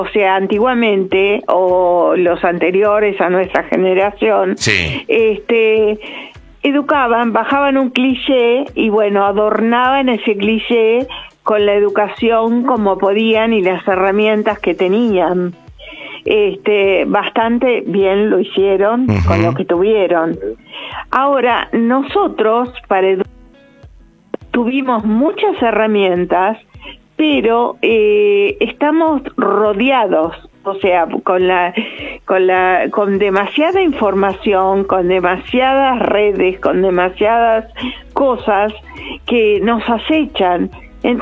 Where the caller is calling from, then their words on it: Acassuso, Buenos Aires, Argentina; de Acasú.